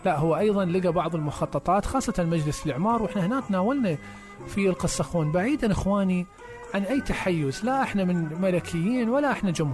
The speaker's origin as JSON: {"language": "Arabic", "country": "Iraq"}